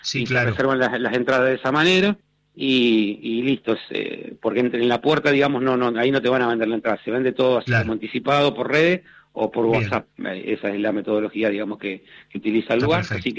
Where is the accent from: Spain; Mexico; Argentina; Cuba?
Argentina; somos argentinos hasta la médula.